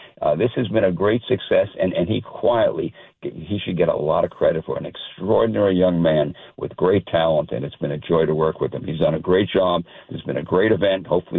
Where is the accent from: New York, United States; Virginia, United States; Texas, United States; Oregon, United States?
New York, United States; Brooklyn; Again, born and bred in Brooklyn. I can take the boy out of Brooklyn. You can't Brooklyn out of the boy. It's still in my heart.